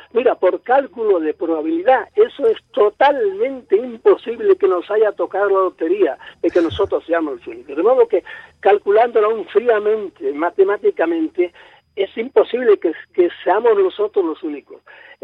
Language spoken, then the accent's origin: Spanish; Spain; Nosotros, a pesar de que en España estamos tan mal